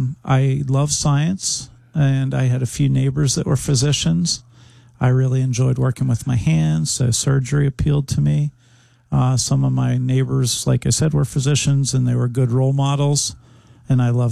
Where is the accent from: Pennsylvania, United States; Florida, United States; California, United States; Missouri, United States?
Pennsylvania, United States; Pittsburgh; I grew up in Pittsburgh, and I went to Churchill High School.